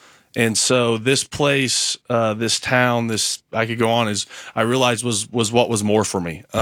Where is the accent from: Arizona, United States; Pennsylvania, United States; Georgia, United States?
Arizona, United States; also born or lived in Oklahoma; I was born in Oklahoma, but I grew up in Arizona.